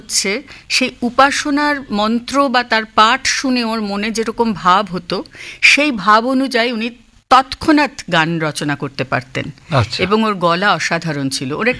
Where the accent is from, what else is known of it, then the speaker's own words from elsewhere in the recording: Santiniketan, West Bengal, India; moved away as an adult; আমি জন্মে বড় হয়েছি শান্তিনিকেতনে প্রথম 18 বছর অবধি।